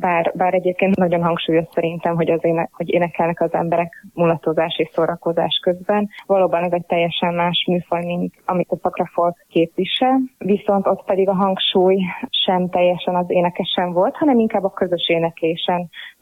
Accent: Upper Hungary, Slovakia; felvidéki magyar vagyok, szlovákiai magyar vagyok

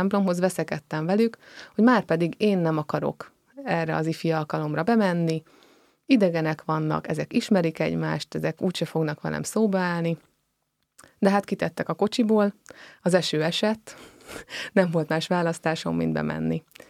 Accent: Nagyoroszi, Nógrád, Hungary; born there; also born or lived in Pest County; Én azt szoktam mondani, hogy nem is Pest megyei gyerek vagyok, hanem sokkal inkább Nógrád megyei, hiszen ott nőttem fel egy kis faluban, amit Nagyoroszinak hívnak.

